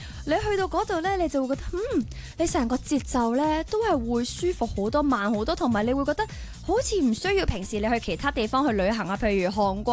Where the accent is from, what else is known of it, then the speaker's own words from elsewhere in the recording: Hong Kong; 我哋香港人当然就唔会咁做啦